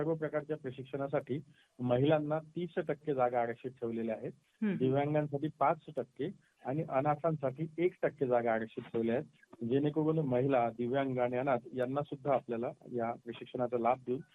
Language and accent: Marathi; Kumgaon, Maharashtra, India; born there; मी सुद्धा एका बुलढाणा जिल्ह्यातील नांदुरा तालुक्यातील कुमगाव सारख्या छोट्याशा खेड्यात जन्माला आलो. माझ्या घरची परिस्थिती अत्यंत हलाकीची होती